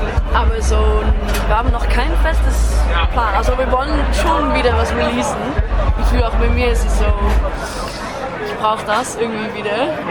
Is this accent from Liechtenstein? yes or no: no; Netherlands; German is a second language; Also ja, ich komme aus Holland.